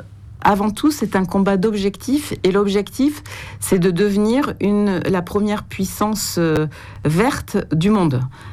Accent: Nouvelle-Aquitaine, France; Moi, je viens de Nouvelle-Aquitaine et des Landes de Gironde, donc j'ai vécu ces incendies.

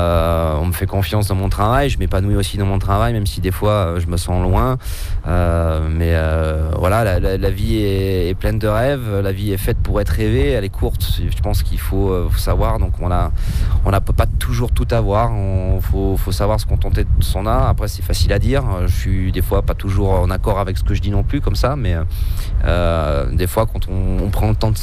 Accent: France; moved away; bien que je suis un amoureux de mon pays, je suis un vrai Français dans l'âme, j'adore la culture française

